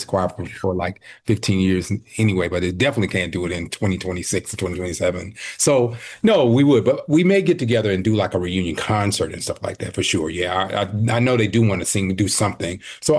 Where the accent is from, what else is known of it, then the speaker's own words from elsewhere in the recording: United States; now in Chicago, United States; of course I live in Chicago, but I'm from Carolina.